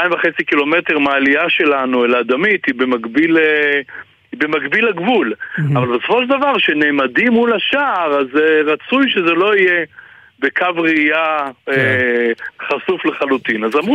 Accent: Haifa, Haifa District, Israel; now in Kibbutz Adamit, Israel; מקריית חיים

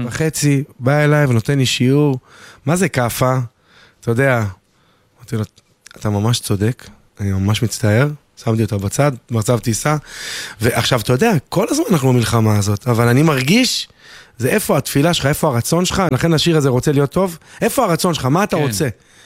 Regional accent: Dimona, Southern District, Israel; כשנולדתי בדימונה

